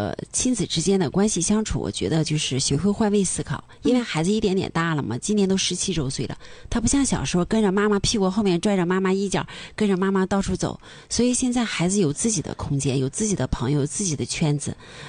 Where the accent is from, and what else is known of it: China